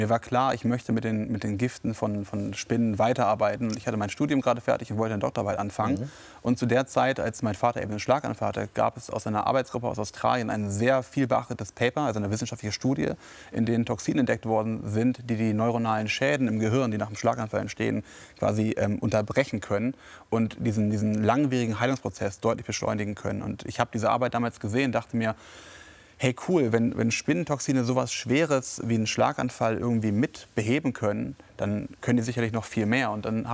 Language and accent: German; Lower Saxony, Germany; Ich komme aus einem kleinen Dorf in der Nähe von Braunschweig.